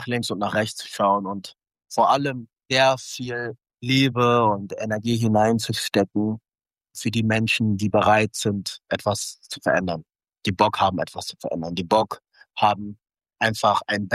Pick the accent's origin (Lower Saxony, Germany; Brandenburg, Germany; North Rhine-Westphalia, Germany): North Rhine-Westphalia, Germany; Cologne; Wir sind ja in Köln aufgewachsen, wir sind eine Kölner Band, wir haben sehr viel Zeit auch in Ehrenfeld verbracht